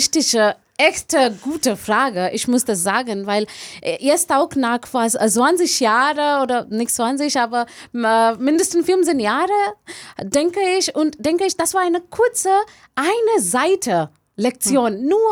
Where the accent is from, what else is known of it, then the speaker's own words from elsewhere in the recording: India; German is a second language; hatte ich für mich diesen Kurs gesucht in einer anderen Stadt in Indien. Davor hatte ich auch von meiner Heimat, davor muss ich von meiner Heimat umsehen, so einen anderen Ort sehr weit weg.